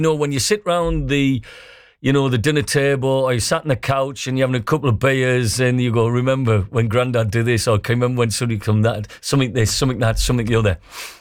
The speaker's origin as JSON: {"language": "English", "town": "Trimdon Village", "region": "North East England", "country": "United Kingdom", "said": "I'm from Trimlin Village, County Durham."}